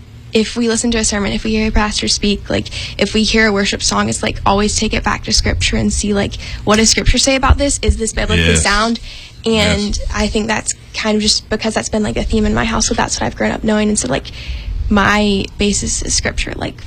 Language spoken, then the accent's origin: English; Augusta, Georgia, United States; But I've been born and raised in Augusta, lived here my whole life, loved the area.